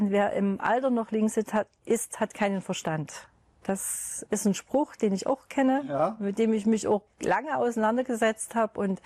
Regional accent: Riesa, Saxony, Germany; born there; Ich bin 1965 in Riesa geboren, bin verheiratet, habe 2 Kinder, bin schon Oma, glücklich.

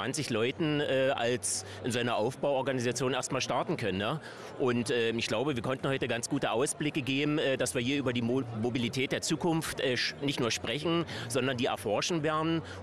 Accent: Schwarzkollm, Saxony, Germany; ich als Schwarzkolmer, als Lausitzer

